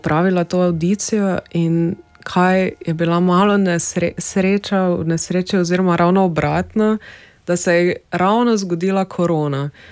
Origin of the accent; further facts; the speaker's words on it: Styria, Slovenia; Malo v osnovni šoli, potem v srednji šoli smo pa tudi mi imeli italijanščino kot drug tuj jezik.